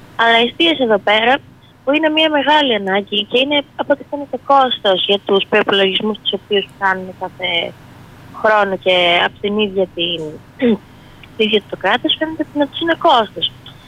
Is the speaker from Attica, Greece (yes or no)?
no; Heraklion, Crete, Greece; Είμαι από το Ηράκλειο.